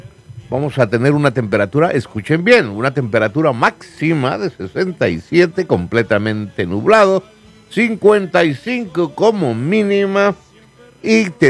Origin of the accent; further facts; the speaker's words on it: Los Angeles, California, United States; yo estaba en Los Ángeles. O sea, yo crecí en Los Ángeles.